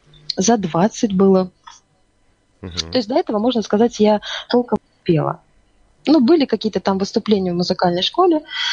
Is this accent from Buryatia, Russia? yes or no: no; Yantarny, Kaliningrad Oblast, Russia; Я в то время жила в поселке Янтарный. Ну, я родилась там, в Калининградской области.